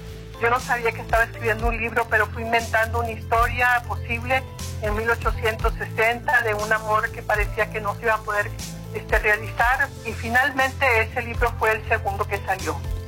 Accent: Guadalajara, Jalisco, Mexico; now in Monclova, Mexico; Soy de Guadalajara, Jalisco

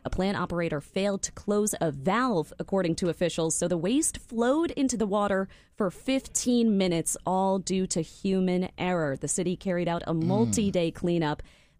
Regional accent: New York, United States; I'm actually from Long Island. That's my hometown, home stopping grounds. Right. And yeah, the South Shore of Nassau County, it has seen me.

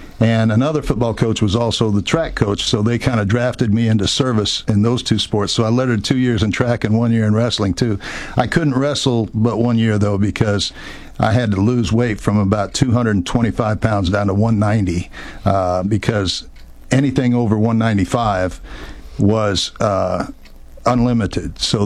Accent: Iowa, United States; moved away as an adult; I was just a farm kid out of Iowa

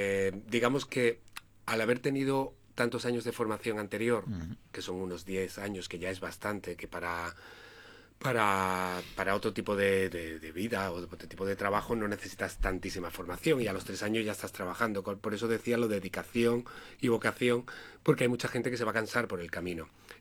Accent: Seville, Andalusia, Spain; now in Madrid, Spain; Yo soy de origen sevillano, pero llevo aquí en Madrid 31 años, sí. Ya llevo bastante.

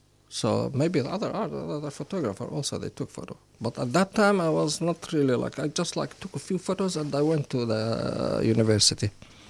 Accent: Syria; English is a second language; really want to go back to Syria, because if I go back to Syria, I have to go and do military service. I was away from Syria for 3 years

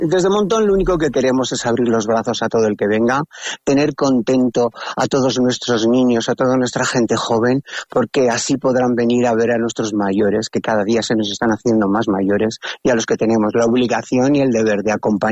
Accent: Aragon, Spain; Somos muy majos los de Mondón

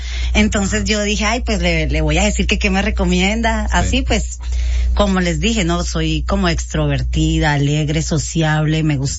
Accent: Colombia; moved away as an adult; also born or lived in Bogotá, Colombia; now in Saltillo, Mexico; conocimos en la ciudad de Bogotá, en la capital de Colombia, pues porque, pues un pueblo no, yo siempre tuve como mis sueños de salir de mi pueblo. Uh-huh. Entonces pues llegué a vivir a los 18 años a Bogotá.

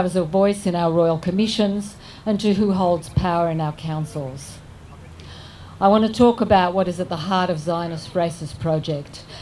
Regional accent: Australia; as an Australian

